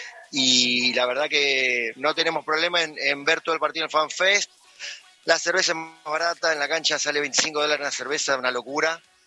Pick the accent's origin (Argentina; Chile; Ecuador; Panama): Argentina; Buenos Aires